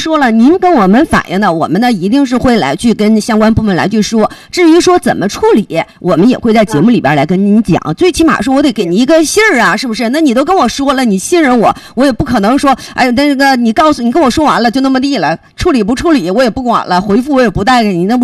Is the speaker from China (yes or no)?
yes; Liaoyuan, Jilin, China